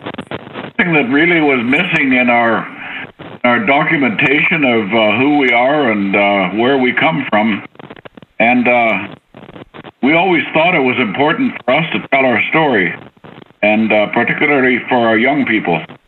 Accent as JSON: {"language": "English", "town": "Whitehorse", "region": "Yukon", "country": "Canada", "tie": "born or raised there", "said": "from the Marsh Lake area in Yukon, and a beneficiary and member of the Kwanlundun First Nation. I was born and raised in Whitehorse. I've seen many changes in our fair city."}